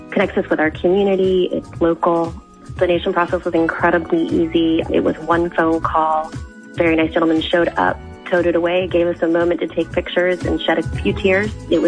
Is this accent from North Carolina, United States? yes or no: yes; Emerald Isle, North Carolina, United States; We are from Emerald Isle, North Carolina. We are a military family, retired military as of now.